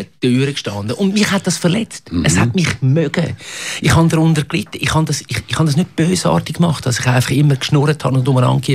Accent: Switzerland; moved away as an adult; also born or lived in Salzburg; ich wollte weg aus der Schweiz. Als junger Schweizer willst du auch mal weg, willst du mal ins Ausland

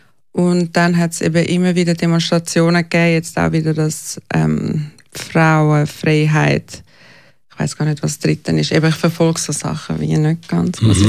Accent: Switzerland; als Schweizer

